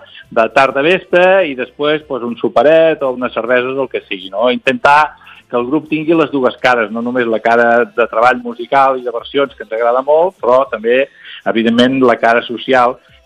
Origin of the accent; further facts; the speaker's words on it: Valls, Catalonia, Spain; nosaltres tots quatre som de Valls, a l'Alt Camp